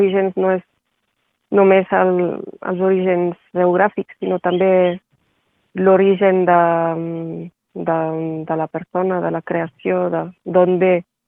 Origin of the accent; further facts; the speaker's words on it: Occitania, France; also born or lived in Céret; he nascut a Serré, però he crescut sempre a la Cerdanya, el poble d'allò. He sigut el poble de la meva infància, el jardí de la infància, de la muntanya d'allò.